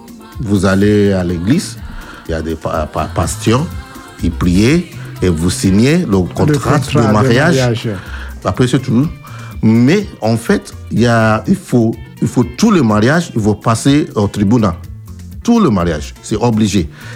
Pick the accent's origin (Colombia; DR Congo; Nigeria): Nigeria; now in France; chez nous au Nigeria